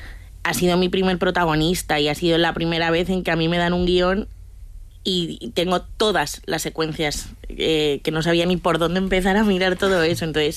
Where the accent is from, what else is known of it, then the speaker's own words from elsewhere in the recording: Jaca, Aragon, Spain; Mucho, es que soy aragonesa, entonces no hay nadie más cabezón que yo en la vida.